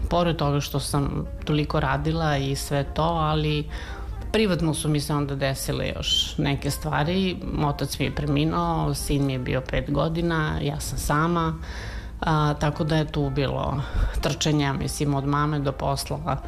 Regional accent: Belgrade, Serbia; Odrasla sam u Beogradu. Otac mi je Beograđanin i baba, jel?

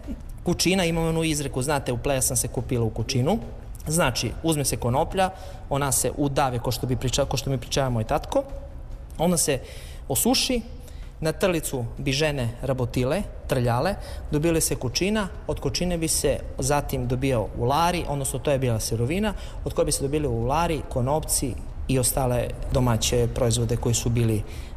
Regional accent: Leskovac, Jablanica District, Serbia; Kod nas u Leskovac ima se jedna mnogo lepa tradicija, nažalost danas je ta tradicija zamrela, to je da si unuci rastu kod dedu i kod babu. Kad sam bio malečak

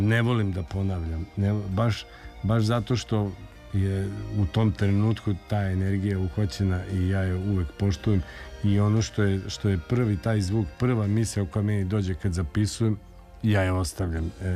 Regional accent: Vojvodina, Serbia; ja bih rekao kod nas gore u Vojvodini, ja bih rekao njojzi.

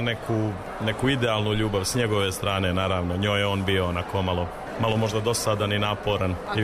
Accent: Trebinje, Republika Srpska, Bosnia & Herzegovina; Pa ja mislim da je negdje bio u srednjoj školi, zapravo, kod nas u Trebinju.

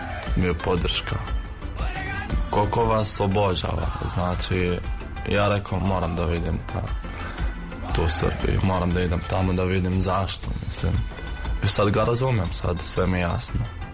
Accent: Jordan; Serbian is a second language; moved away as an adult; now in Serbia; ja sam iz Palestine, mislim ja sam Jordanac, poreklo iz Palestine. Ja sam četvrta godina medicine, došao sam pre četiri godine.

